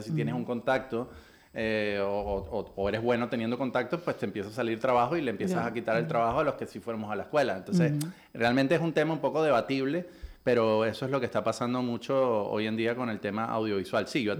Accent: Venezuela; moved away as an adult; also born or lived in Costa Rica; now in Mallorca, Spain; Yo donde nací en Venezuela, uh-huh. en mi casa, era enfrente de un despegue de parapente.

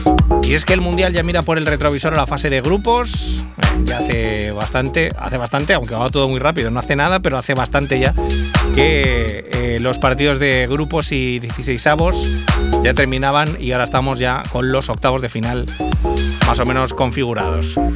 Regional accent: Spain; nosotros como somos españoles

